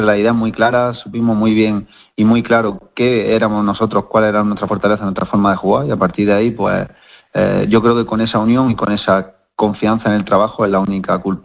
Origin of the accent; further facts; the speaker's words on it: Antequera, Andalusia, Spain; born there; moved away as an adult; now in Granada, Spain; Yo nací en Antequera, Málaga.